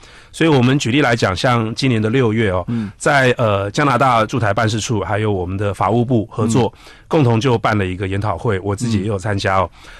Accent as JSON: {"language": "Chinese", "country": "Taiwan", "said": "我们台湾人身上"}